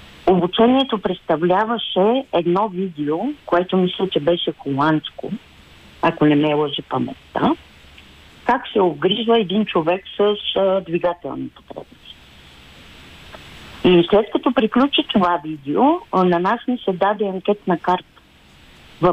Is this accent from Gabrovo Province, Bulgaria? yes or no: yes; Gabrovo, Gabrovo Province, Bulgaria; Да, аз съм от Габрово.